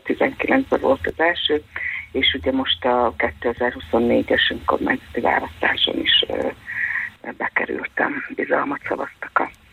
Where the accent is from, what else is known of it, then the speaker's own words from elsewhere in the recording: Tiszavasvári, Szabolcs-Szatmár-Bereg, Hungary; Hát Nyíregyházban teljes mértékben igen, helyi vagyok. Igen, itt nőttem fel, Tiszavasváriban.